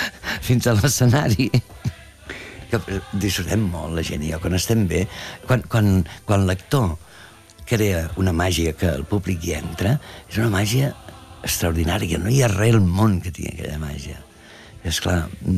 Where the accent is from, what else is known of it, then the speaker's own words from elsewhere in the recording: Catalonia, Spain; Potser sí que soc català